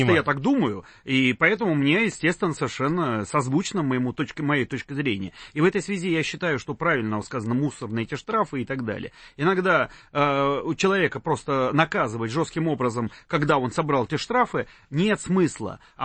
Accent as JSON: {"language": "Russian", "region": "Moscow", "country": "Russia", "tie": "born or raised there", "said": "Я в поколении москвич, я Москву хорошо знаю."}